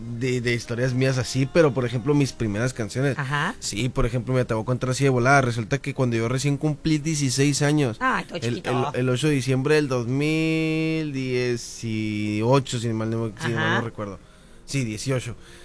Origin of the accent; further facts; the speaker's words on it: Hermosillo, Sonora, Mexico; yo soy de Hermosillo, ajá, pues no, o sea, y ya te digo que fui para Tijuana.